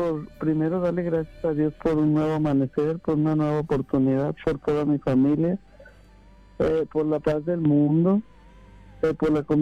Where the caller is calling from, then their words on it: Chicago, Illinois, United States; En Chicago.